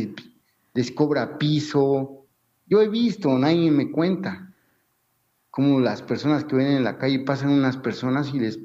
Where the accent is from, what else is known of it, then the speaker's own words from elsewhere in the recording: Mexico; Pues sí, yo como miles de mexicanos, yo allá escuchaba historias